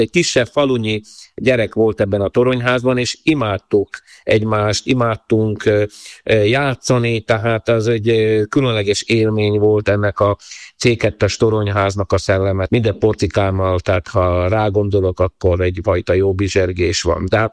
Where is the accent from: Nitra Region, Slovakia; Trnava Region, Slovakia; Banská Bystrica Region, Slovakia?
Trnava Region, Slovakia; Dunajská Streda; Én dunaszerdahelyi fickó vagyok, tehát Dunaszerdahelyen tőzsgyökeres dunaszerdahelyi vagyok. Viszont a szüleim, ahogy az újkori dunaszerdahelyi ugye történelemben van és volt, azok pedig itt a környékről